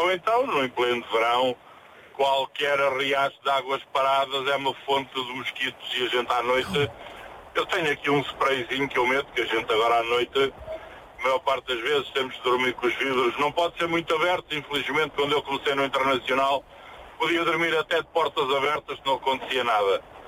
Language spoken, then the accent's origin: Portuguese; Bellshill, Scotland, United Kingdom; Eu venho do norte da Europa. Eu venho do norte da Escócia.